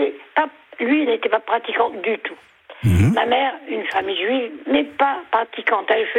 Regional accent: Tunis, Tunis Governorate, Tunisia; moved away; J'étais petite fille, je suis née à Tunis, et mes parents étaient, mon père catholique, d'une famille catholique, mais pas, lui n'était pas pratiquant du tout. Mmh. Ma mère, une famille juive, mais pas pratiquante.

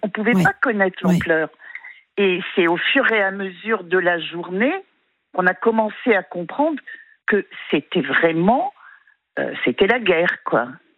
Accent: France; Moi, je vis en France depuis toujours, je suis française

